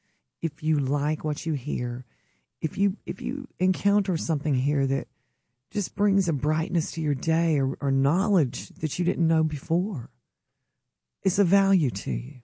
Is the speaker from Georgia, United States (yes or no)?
yes; Calhoun, Georgia, United States; my hometown of Calhoun, Georgia.